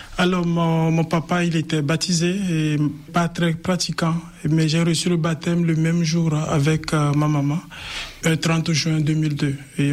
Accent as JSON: {"language": "French", "town": "Lomé", "region": "Maritime", "country": "Togo", "tie": "born there", "said": "Alors, je suis né au Togo, plus précisément à Lomé. Et Lomé, c'est la capitale du Togo."}